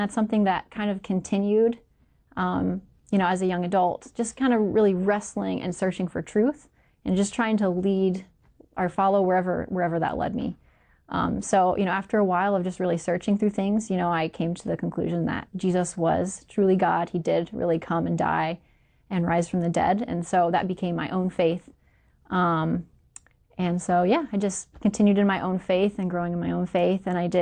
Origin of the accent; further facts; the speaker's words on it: Florida, United States; In Florida.